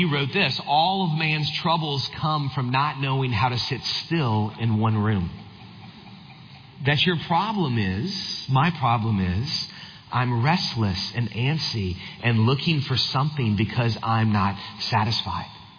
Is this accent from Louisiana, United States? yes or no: yes; New Orleans, Louisiana, United States; I grew up in South Louisiana, New Orleans area.